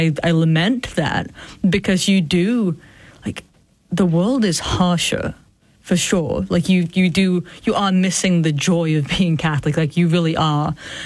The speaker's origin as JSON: {"language": "English", "region": "England", "country": "United Kingdom", "tie": "born or raised there", "said": "I think we're roughly the same age, but I was growing up in England, mm-hmm. and you over in the U.S."}